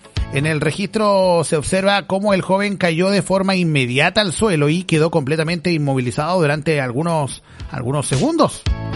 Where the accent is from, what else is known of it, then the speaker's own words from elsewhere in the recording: Chile; Pues así somos chilenos, pues así somos los chilenos.